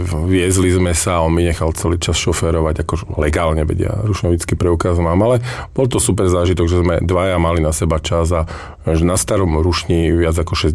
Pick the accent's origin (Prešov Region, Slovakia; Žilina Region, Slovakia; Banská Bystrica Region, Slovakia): Žilina Region, Slovakia; Ľubochňa; A ten pán, ktorý ma vrátil a upozoril na to, že som z Ľubotechna